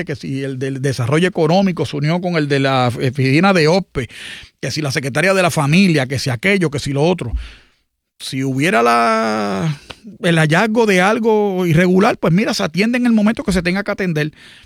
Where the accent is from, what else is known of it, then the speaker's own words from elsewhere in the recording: Puerto Rico; todos somos puertorriqueños.